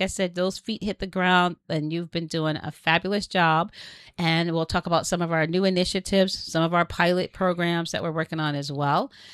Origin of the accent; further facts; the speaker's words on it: New Jersey, United States; I remember I grew up in New Jersey, and I remember the YMCA in Newark is where folks used to stay